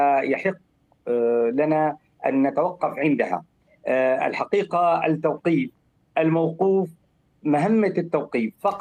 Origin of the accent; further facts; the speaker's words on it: Syria; عندنا في سوريا الجديدة